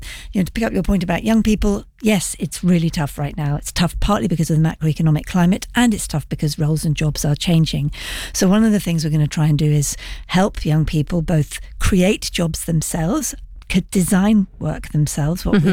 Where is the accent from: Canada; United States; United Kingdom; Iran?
United Kingdom; London; Because as a Londoner right now, it's pretty hard to understand, okay, what jobs are they going to be for me?